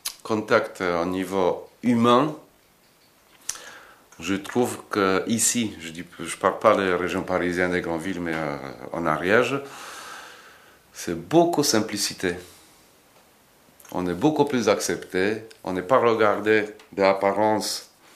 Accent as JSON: {"language": "French", "country": "Poland", "second_language": "French", "moved": "yes", "lives_now": "France", "said": "Moi, j'ai quitté la Pologne comme c'était un beau pays, quand on était bon, il y a difficultés, communisme, mais on était vraiment."}